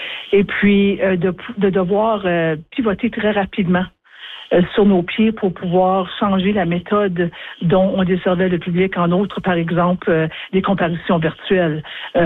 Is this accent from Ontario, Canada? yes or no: yes; Timmins, Ontario, Canada; moved away as an adult; now in Ottawa, Canada; je suis native du nord de l'Ontario. J'ai vécu toute ma vie à Timmins, qui est quand même pas trop loin de North Bay. Et puis ensuite, j'ai quitté pour l'Université d'Ottawa pour faire mes études et ensuite travailler à Ottawa.